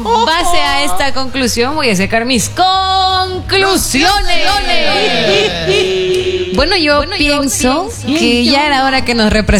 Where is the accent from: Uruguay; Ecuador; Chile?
Ecuador